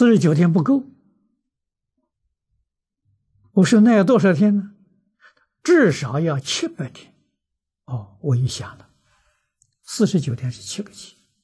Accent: Lujiang, Anhui, China; 在庐江，我的老家

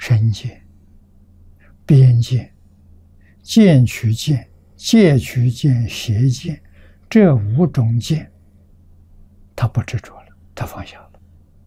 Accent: China; 我们中国人

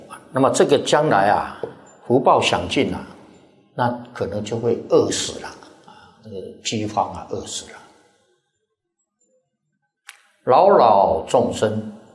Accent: Taiwan; 来些钱哇，我们是台湾来的啊，带些钱呐

